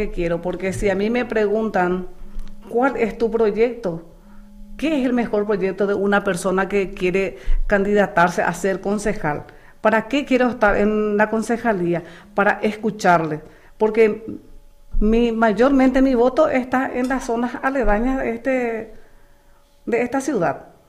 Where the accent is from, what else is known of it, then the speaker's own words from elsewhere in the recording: Paraguay; Yo estoy luego viviendo ahí cerca del puente. Yo soy de Ciudad Nueva.